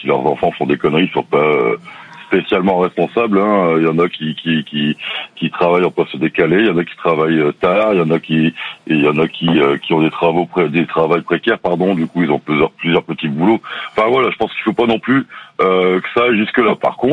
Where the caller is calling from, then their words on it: Lille, Hauts-de-France, France; Je suis sur la région lilloise